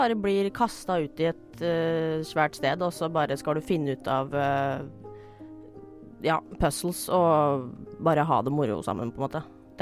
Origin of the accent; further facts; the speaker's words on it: Skarnes, Innlandet, Norway; Jeg er jenta fra Skarnes, et lite sted som heter Skarnes. Jeg er 22 år gammel, og jeg studerer på Oslo Met.